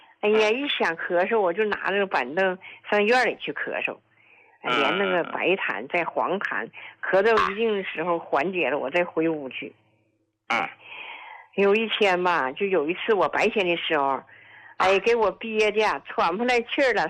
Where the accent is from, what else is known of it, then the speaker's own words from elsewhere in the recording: Yingkou, Liaoning, China; 我是来自辽宁，就是营口的患者。